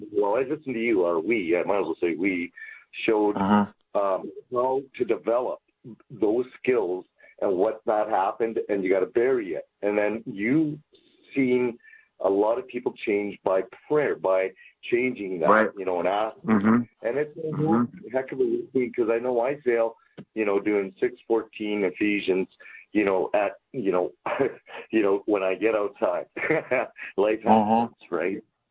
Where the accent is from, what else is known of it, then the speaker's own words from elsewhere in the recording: Canmore, Alberta, Canada; No, I'm an Oilers fan. I'm originally from Canmore.